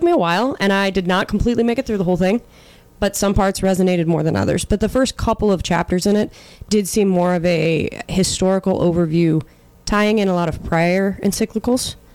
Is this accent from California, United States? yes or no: no; Billings, Montana, United States; I'm from Billings.